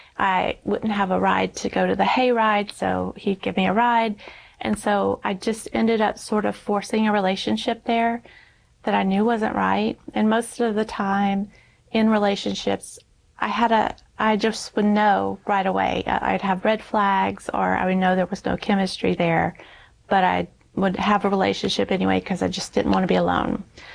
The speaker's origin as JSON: {"language": "English", "region": "Alabama", "country": "United States", "tie": "born or raised there", "also_born_or_lived": "Louisiana", "said": "my dad had been transferred when my brothers were young. And we lived a total of 16 years in Alabama, where I was born. When we moved back to Louisiana"}